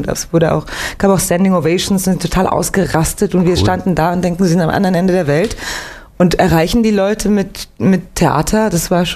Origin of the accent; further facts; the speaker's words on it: Winterthur, Zurich, Switzerland; accent: Swiss German; Ich bin geboren in Winterthur, ist im Kanton Zürich, so 20 Minuten von Zürich entfernt, geboren und aufgewachsen.